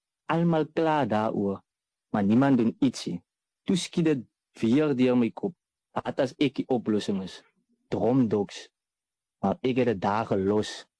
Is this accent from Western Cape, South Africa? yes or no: yes; Lamberts Bay, Western Cape, South Africa; die vis daar gevang raak en is wel ook bekend vir ons voeleiland en dan ons seafood restaurante. So ek is oorspronkelijk van Lammersbaai